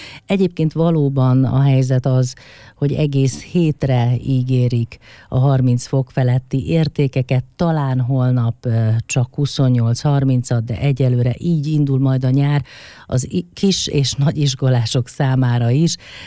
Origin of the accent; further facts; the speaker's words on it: Hungary; akivel annak idején együtt nőttünk fel, és együtt bandáztunk a Kurcsatov utcában.